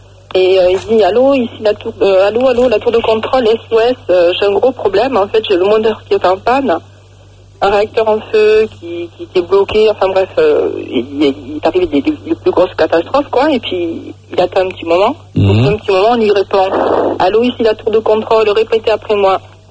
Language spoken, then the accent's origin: French; Toulouse, Occitanie, France; Non, je suis pas de Montpellier, je suis de Toulouse.